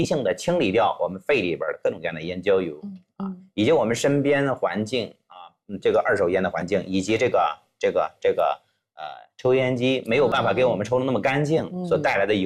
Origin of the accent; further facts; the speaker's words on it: China; 他们反正也不知道我姓氏名谁，最多知道我是中国人，但是我跑了啊